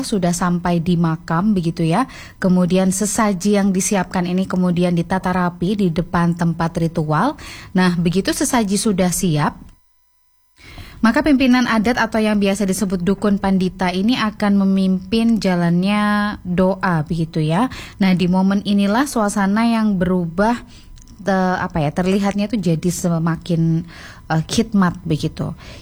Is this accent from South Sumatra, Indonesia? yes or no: no; East Java, Indonesia; kita banggakan khususnya sebagai warga Jawa Timur.